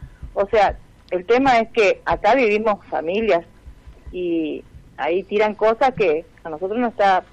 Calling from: Argentina; Vivo en Ruta 11, kilómetro 998.

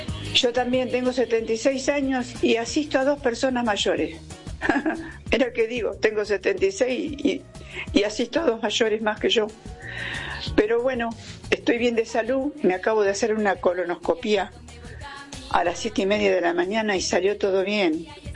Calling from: Saladillo, Buenos Aires Province, Argentina; de Saladillo.

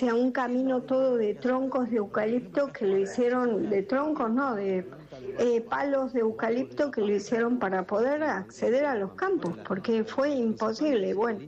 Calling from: City Bell, Buenos Aires Province, Argentina; de Citibel.

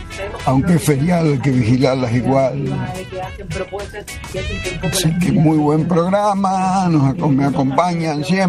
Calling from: Suipacha, Buenos Aires Province, Argentina; de Suipacha.

